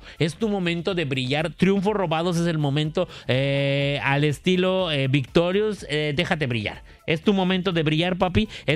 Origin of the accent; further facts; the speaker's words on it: Umán, Yucatán, Mexico; Ahí en 3B Heroico Puerto de Altura, ombligo del mundo, capital del Interamericana del Beso de Tres, Umán, Yucatán